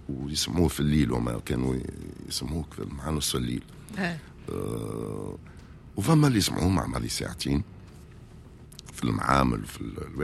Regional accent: Tunisia; استعملنا الدارجه التونسيه نتاعنا دارجتنا التونسيه

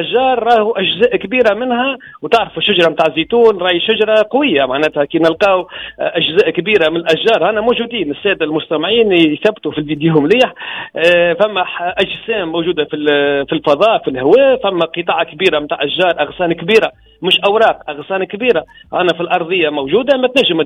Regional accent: Menzel Farsi, Monastir Governorate, Tunisia; من منزل فارسي مدينتي

